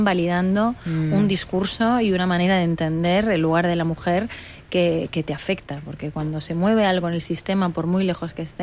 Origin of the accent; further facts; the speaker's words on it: Spain; el privilegio que tenemos siendo mujeres españolas